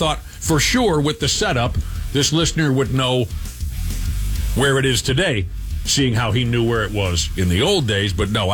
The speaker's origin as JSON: {"language": "English", "town": "Wayzata", "region": "Minnesota", "country": "United States", "tie": "born or raised there", "said": "This weekend is my hometown festival, J.J. Hill Days, so I always like to go on down to Lake Street in Wayzata and celebrate J.J. Hill Days with other Jurassic characters that I grew up with."}